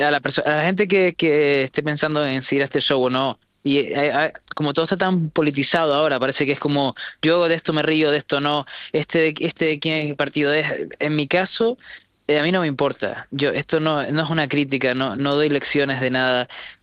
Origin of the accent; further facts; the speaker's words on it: Tenerife, Canary Islands, Spain; De repente, pues yo mismo que soy de Tenerife, pues puedo irme allí a estar con ustedes